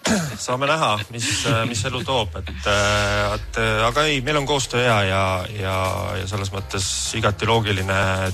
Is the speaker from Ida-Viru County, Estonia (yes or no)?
yes; Toila, Ida-Viru County, Estonia; now in Pärnu, Estonia; Mina tulin kunagi õppima siia Tartu Ülikooli Pärnu kolledžisse peale Toila gümnaasium.